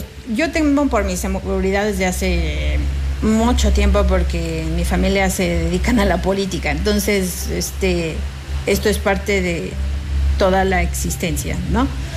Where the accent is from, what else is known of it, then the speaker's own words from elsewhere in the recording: San Luis Potosí, Mexico; Pero soy una ciudadana, soy potosina y tengo mucha preocupación porque este no es el San Luis que yo quiero para la familia, para mi familia, para los futuros potosinos